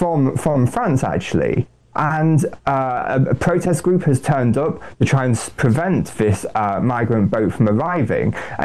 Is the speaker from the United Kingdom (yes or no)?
yes; United Kingdom; It's something that we can't seem to fathom as British citizens.